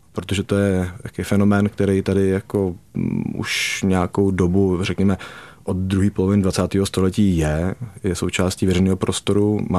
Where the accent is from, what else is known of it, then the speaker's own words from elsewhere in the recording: Prague, Czechia; Já třeba osobně jsem vyrůstal na Letný, takže jsem si hrál dole ve Strmovce ve Sputníku